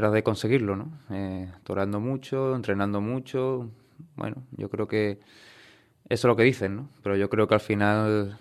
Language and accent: Spanish; El Puerto de Santa María, Andalusia, Spain